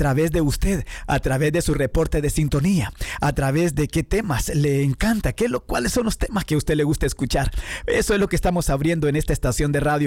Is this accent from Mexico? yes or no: no; Honduras; Hey, los hondureños sí somos mal hablados, de verdad, les pedimos disculpas. Como catracho que soy, les pido disculpas porque no hablamos como debemos de hablar.